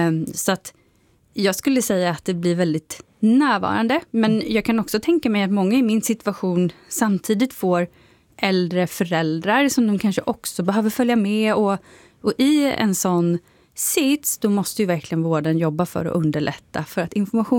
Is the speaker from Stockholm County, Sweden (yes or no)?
no; Torsåker, Gävleborg County, Sweden; now in Uppsala, Sweden; det utrymmet fanns inte alls där jag kom ifrån, Torsåker och Hofors kommun. För där har ju Socialdemokraterna och Vänsterpartiet haft majoritet sedan demokratin.